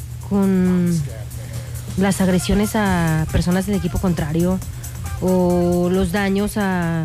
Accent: Mexico

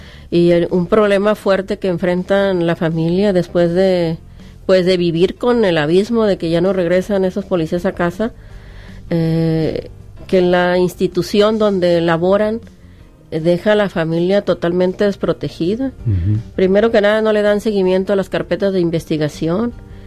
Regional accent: Sinaloa, Mexico; Como sinaloenses, como mexicanos, porque no es un problema a nivel nacional, no nomás aquí en Sinaloa. Vivimos con miedo alrededor de estos 2 años que tenemos con esta guerra.

